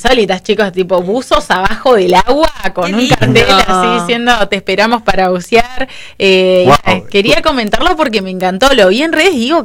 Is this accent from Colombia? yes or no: no; Argentina; ¿Vieron que hay cosas que como argentinos nos enorgullecen?